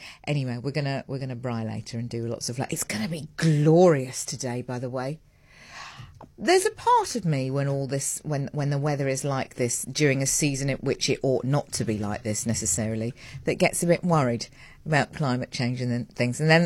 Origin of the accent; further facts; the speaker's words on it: United Kingdom; also born or lived in Johannesburg, South Africa; I grew up in the UK